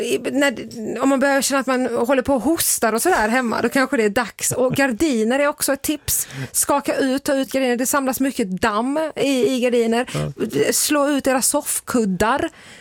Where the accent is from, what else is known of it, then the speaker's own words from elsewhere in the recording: Malmö, Skåne, Sweden; Och jag tror att jag kan göra det i min hemstad Malmö.